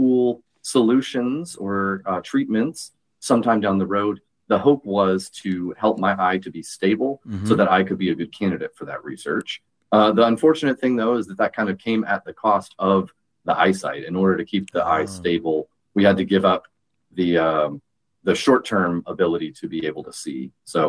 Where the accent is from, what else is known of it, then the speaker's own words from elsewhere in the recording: Alabama, United States; moved away as an adult; now in Dallas, United States; So I was raised in the United Methodist Church. My dad is a minister as well. I grew up a part of the church over in Alabama, and I came to Texas in 2020 to attend seminary or theological school at Perkins, which is the theological school of SMU.